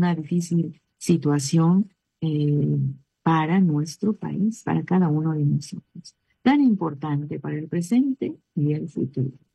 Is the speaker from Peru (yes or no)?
yes; Peru; una fecha en la que también hoy celebramos un día muy importante como peruanos, ¿verdad? El Día de la Bandera.